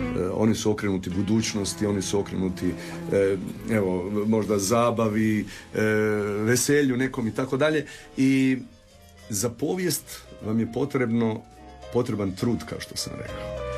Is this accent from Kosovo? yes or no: yes; Janjevo, Kosovo; moved away; Ja sam rođen u Janjevu i osnovnu školu sam završio u Janjevu.